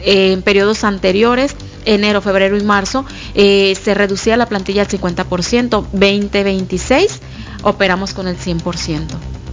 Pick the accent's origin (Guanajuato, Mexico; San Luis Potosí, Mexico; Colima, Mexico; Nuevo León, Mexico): Colima, Mexico; Manzanillo; Yo soy de Manzanillo, soy del Colomo